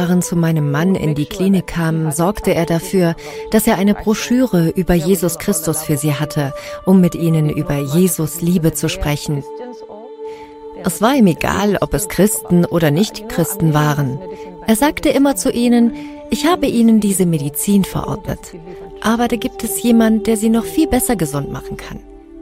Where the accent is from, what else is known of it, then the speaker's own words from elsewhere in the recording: Mombasa, Mombasa County, Kenya; Ich bin in Mombasa aufgewachsen und wir haben immer problemlos mit den Muslimen zusammengelebt.